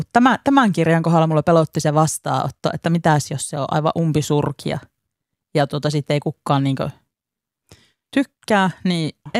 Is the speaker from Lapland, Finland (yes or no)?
yes; Kemi, Lapland, Finland; also born or lived in Oulu; now in Tervola, Finland; minähän nyt virallisesti olen kemiläinen kyllä, mutta siellä Tervolassahan minä käytännössä majailen sen äitini kanssa